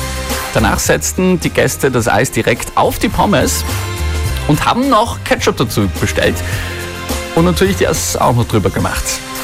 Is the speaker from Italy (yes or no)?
yes; Trentino-Alto Adige, Italy; Also, wenn wir uns da als Südtiroler hernehmen